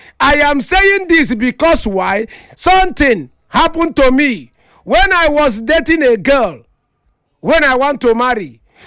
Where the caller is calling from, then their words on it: Benue, Nigeria; I come from Benue.